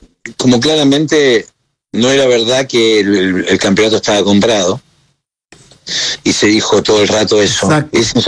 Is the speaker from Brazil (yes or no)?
no; Argentina; moved away; Me fui de Argentina, por toda la mierda argentina, por todas las cosas de mierda que suceden en Argentina, y vuelvo por todas las cosas preciosas que tiene Argentina.